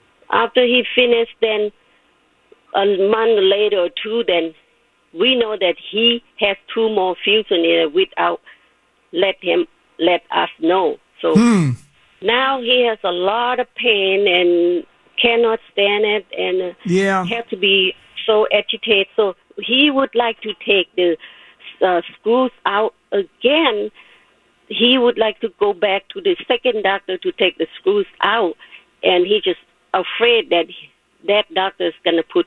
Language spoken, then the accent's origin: English; Laos; English is a second language; I came from Laos.